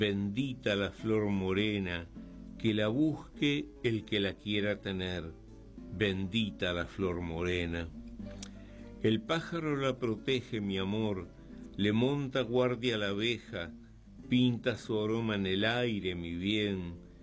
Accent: Luján, Buenos Aires Province, Argentina; soy porteño, pero a los 3 días me trajeron a Luján y me considero más lujanense que muchos otros.

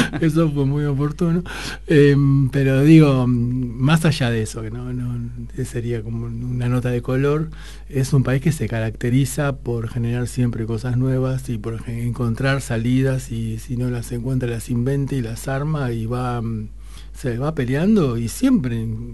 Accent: Argentina; somos Argentina

